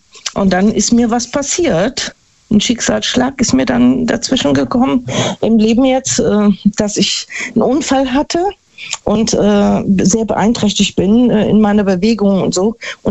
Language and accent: German; Neunkirchen-Seelscheid, North Rhine-Westphalia, Germany; Ja, ich bin aus Neunkirchen-Sülscheid.